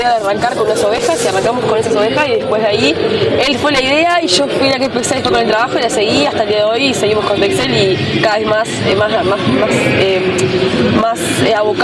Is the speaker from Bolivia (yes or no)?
no; Gaitán, Lavalleja, Uruguay; en realidad somos de Gaitán La Valleja.